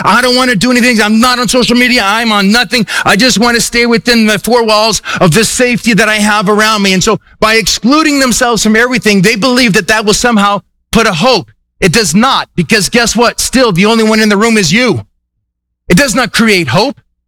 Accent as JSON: {"language": "English", "region": "Scotland", "country": "United Kingdom", "said": "And I was just so upset because I'm a Scottish, and if I give you a dollar, you need to be doing it right."}